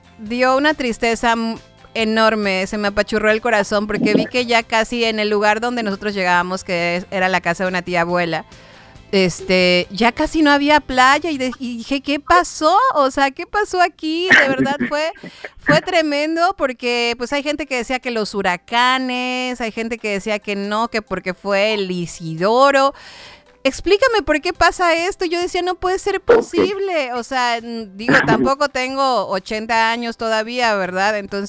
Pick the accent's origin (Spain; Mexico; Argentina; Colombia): Mexico; Yucatán; yo pues soy yucateca y pues crecí.